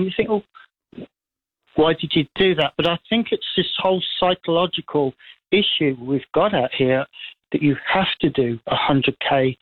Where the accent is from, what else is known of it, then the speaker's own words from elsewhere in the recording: England, United Kingdom; moved away; Yeah, well, I mean, look, I've been here like 25 years. I came from England, but in Europe, they are on fast roads